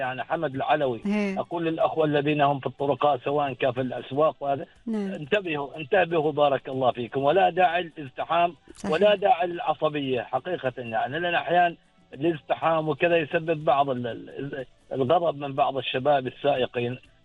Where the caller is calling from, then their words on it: Al Khaburah, Al Batinah North, Oman; الآن من ولاية الخابورة الجميلة